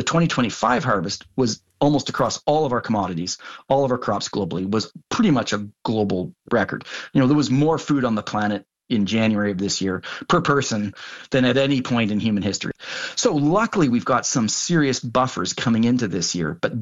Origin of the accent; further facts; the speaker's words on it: Canada; I'm going to, you know, flex a little bit as a Canadian here, and I'm quite proud of measures that my federal government has taken